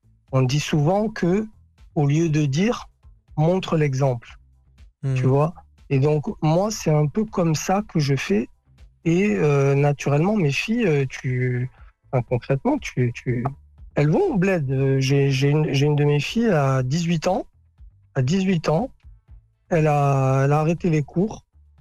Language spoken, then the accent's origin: French; Beni Mellal, Béni Mellal-Khénifra, Morocco; Et là, je revois les images de quand j'étais gamin, qu'on était au Gdam el-Bab à Beni Mellal, sur Bouachouch